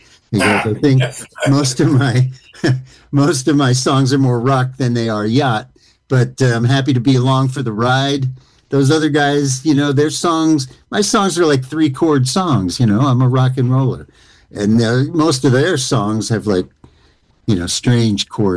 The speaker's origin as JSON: {"language": "English", "town": "Queens", "region": "New York", "country": "United States", "tie": "born or raised there", "lives_now": "Nashville, United States"}